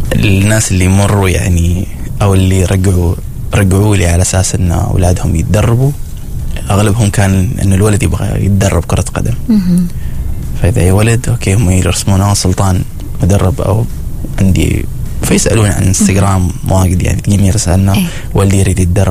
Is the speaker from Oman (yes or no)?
yes; Oman